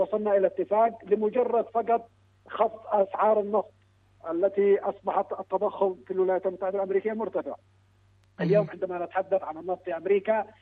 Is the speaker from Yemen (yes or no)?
yes; Yemen; نحن كمحللين يمنيين